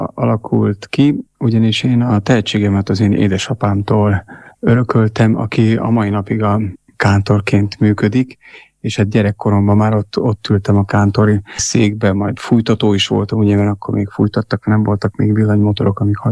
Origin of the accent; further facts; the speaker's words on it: Nagyszarva, Trnava Region, Slovakia; Nagyszarván születtem, ott éltem a gyerekkoromat egészen 20 éves, 21 éves koromig, és ott éltem, és ugye ott a római katolikus templomba voltam megkeresztelve